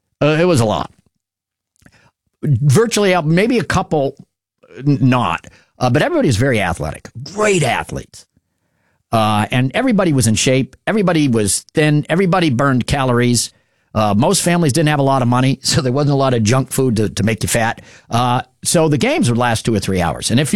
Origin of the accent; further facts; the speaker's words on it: Marlborough, United States; also born or lived in Surry; I grew up late 60s, early 70s. I moved to Marlborough in 69, summer of 69, 70. Started first grade in Marlborough. And my grandparents had their house right on Main Street. My parents, we moved from Surrey